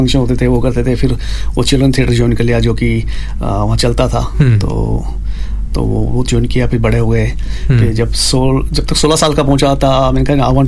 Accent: Udaipur, Rajasthan, India; हाँ जी, मैं इंडिया से, मैं राजस्थान से हूँ, और बहुत ही खूबसूरत शहर है

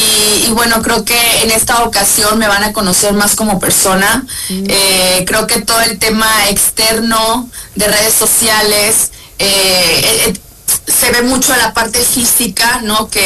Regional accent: Mexico; moved away as an adult; now in New York, United States; ya no vivo acá, vivo en Manhattan, pero muy agradecida de regresar, a México con mi gente después de tantos años, 7 años.

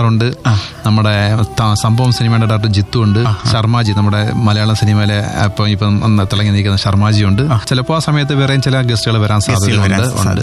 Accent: Kollam, Kerala, India; Kollam Kadavoor Kurippuzha.

